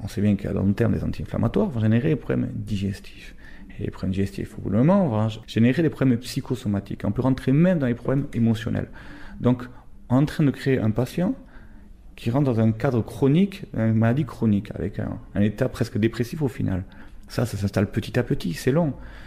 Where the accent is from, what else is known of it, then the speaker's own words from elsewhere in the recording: Bayonne, Nouvelle-Aquitaine, France; moved away as an adult; now in Bilbao, Spain; je suis de Bayonne, et je vis à Bilbao depuis 10 ans.